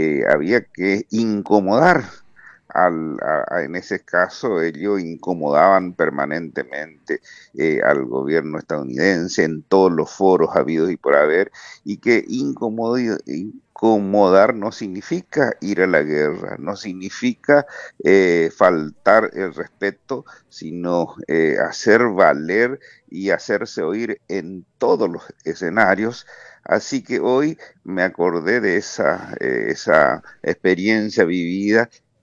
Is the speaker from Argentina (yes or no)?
yes; Chaco, Argentina; soy chaqueño, pero por ese esquema que había antes de los sorteos y esas cosas para cumplir con el servicio militar obligatorio, bueno, me tocó el destino final en Montecaseros, Corrientes.